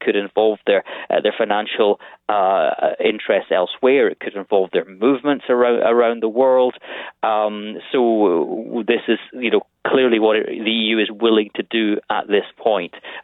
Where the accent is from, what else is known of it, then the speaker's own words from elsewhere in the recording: Scotland, United Kingdom; I'm from Scotland